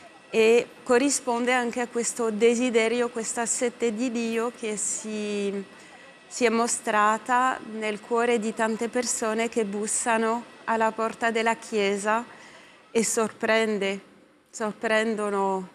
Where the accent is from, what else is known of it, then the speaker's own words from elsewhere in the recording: France; a me come francese mi dà grande gioia